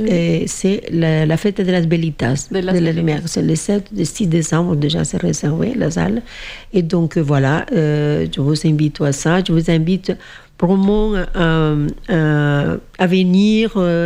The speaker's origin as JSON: {"language": "French", "country": "Colombia", "said": "Mais on est tous des Colombiens."}